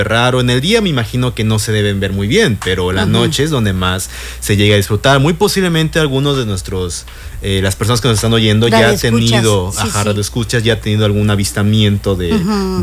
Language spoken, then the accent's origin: Spanish; Yucatán, Mexico; como típicos yucatecos, les encanta la hamaca, pues yo siempre he sido más de dormir en la hamaca.